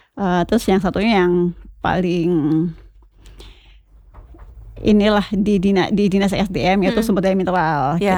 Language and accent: Indonesian; Kendari, Southeast Sulawesi, Indonesia; Ya, tapi lahir dan besar di Kendari. Sekolah juga di Kendari.